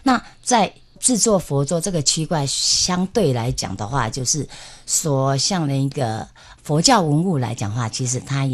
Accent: Daxi, Taoyuan, Taiwan; 因为毕竟我们是生在就是大溪的木艺重镇，

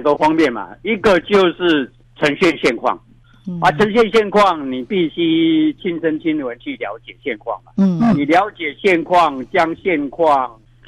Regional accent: Qimei, Penghu County, Taiwan; 对，在七美是我的故乡，那个最美丽的海湾，那个夜里湾

